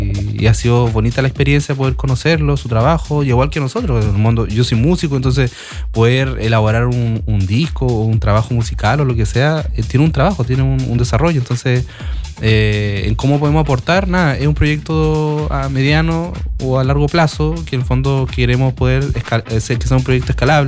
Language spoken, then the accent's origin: Spanish; Castro, Los Lagos, Chile; born or raised there